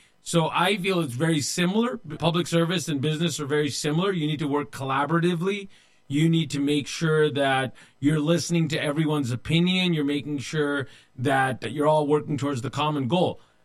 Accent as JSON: {"language": "English", "town": "Modesto", "region": "California", "country": "United States", "tie": "born or raised there", "said": "Both me and my brother went to public schools here in Modesto, born and raised in Modesto."}